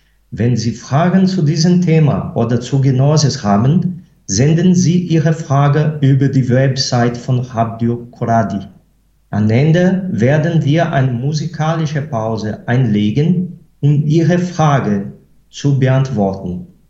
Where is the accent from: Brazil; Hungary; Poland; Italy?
Brazil; German is a second language; ich bin Brasilianer.